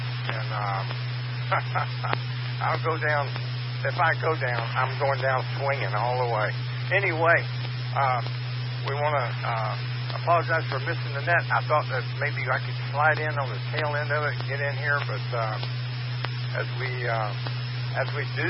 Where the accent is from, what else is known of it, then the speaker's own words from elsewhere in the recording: Florida, United States; moved away; Growing up in South Florida, I'm still not a winter person